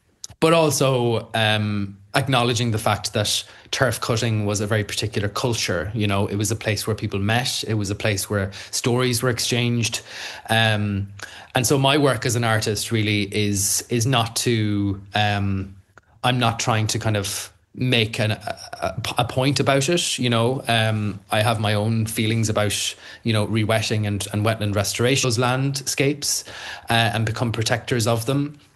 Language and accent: English; Leinster, Ireland; close to where I grew up in County Longford in Ireland.